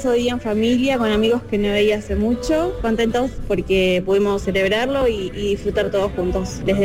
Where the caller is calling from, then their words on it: Quilmes, Buenos Aires Province, Argentina; de Quilmes.